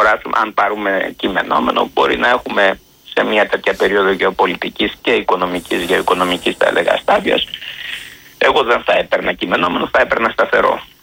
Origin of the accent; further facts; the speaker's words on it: Greece; σαν Έλληνας πολίτης